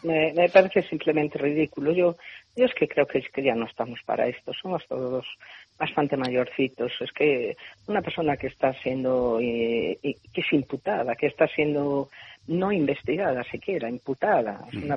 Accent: Spain; yo, como española

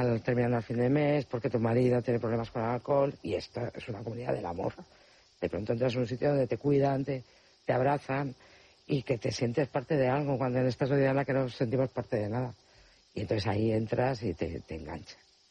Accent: Spain; está en nuestra forma de ser como españoles.

